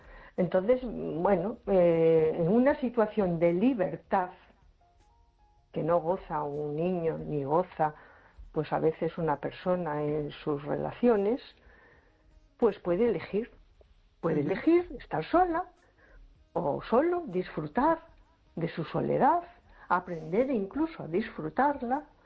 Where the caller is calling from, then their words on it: A Coruña, Galicia, Spain; Hola, buenas noches. … de Coruña.